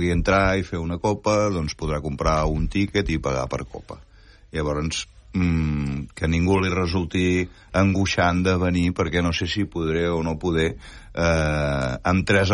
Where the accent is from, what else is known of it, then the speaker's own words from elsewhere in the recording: Catalonia, Spain; també som catalans, estem a Catalunya